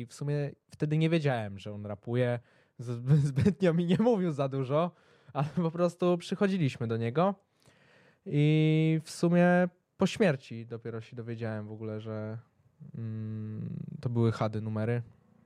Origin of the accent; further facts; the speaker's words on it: Warsaw, Masovian Voivodeship, Poland; no bo jednak też z Pragi Południe jest … też był z Pragi Południe, więc w sumie ja też z Pragi Południe, więc też ciekawa perspektywa tego, że